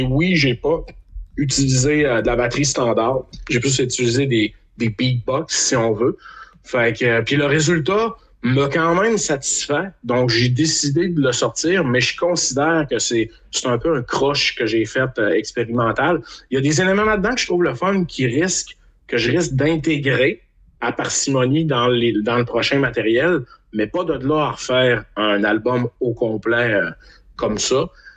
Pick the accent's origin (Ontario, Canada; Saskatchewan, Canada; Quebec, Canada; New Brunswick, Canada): Quebec, Canada; ça doit pas être tout le monde qui va voir que je viens du Québec, là.